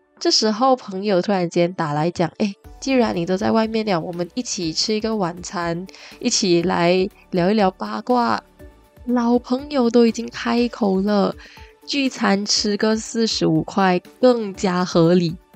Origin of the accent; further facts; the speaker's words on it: Malaysia; 而是我们大马人每个人都挂在嘴边最常讲的4个字，来都来了。